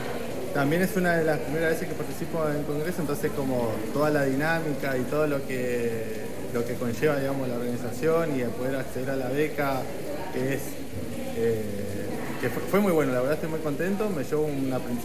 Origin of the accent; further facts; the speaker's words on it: Tierra del Fuego, Argentina; now in Misiones, Argentina; estoy estudiando la carrera de técnico universitario Guardaparque de la Universidad Nacional de Misiones y vengo desde Tierra del Fuego